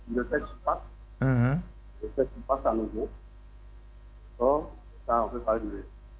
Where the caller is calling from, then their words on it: Angers, Pays de la Loire, France; je suis à Angers.